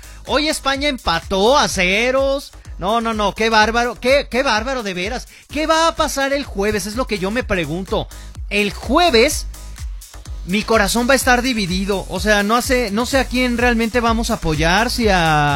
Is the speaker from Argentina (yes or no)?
no; Mexico; Pero, por otro lado, soy mexicano, entonces también una alegría que nos den.